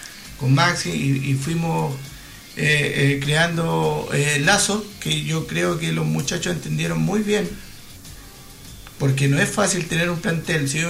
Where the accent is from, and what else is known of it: Romeral, Maule, Chile